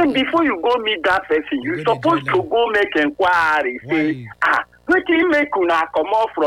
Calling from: Nigeria; I'm calling from Osakumba.

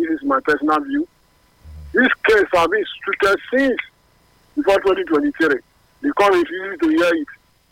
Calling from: Nigeria; I'm calling from Kukuru. Let us say to be precise.

